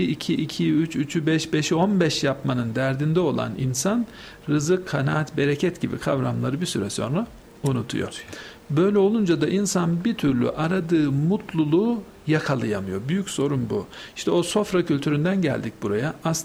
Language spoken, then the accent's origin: Turkish; Anatolia, Turkey; ben küçük bir Anadolu şehrinde doğdum, büyüdüm.